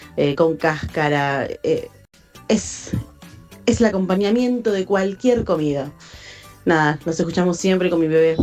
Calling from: Quilmes, Buenos Aires Province, Argentina; de Quilmes Oeste.

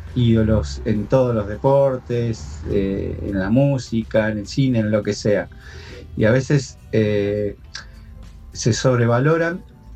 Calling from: San Martín, Argentina; de San Martín.

